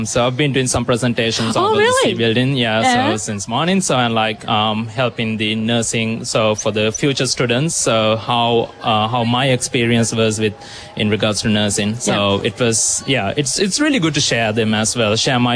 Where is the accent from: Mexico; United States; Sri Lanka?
Sri Lanka; moved away; because I'm originally from Sri Lanka.